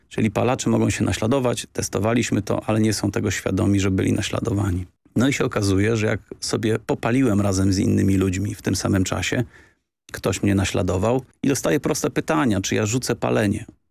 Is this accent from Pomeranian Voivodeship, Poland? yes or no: no; Warsaw, Masovian Voivodeship, Poland; ja też jestem z Warszawy i koniec.